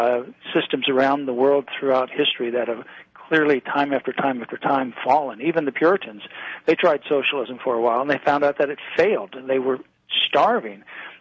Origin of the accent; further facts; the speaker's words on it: Florida, United States; You know, when I grew up in Florida, when I was in K through 12 school, we had mandatory courses called Americanism versus Communism.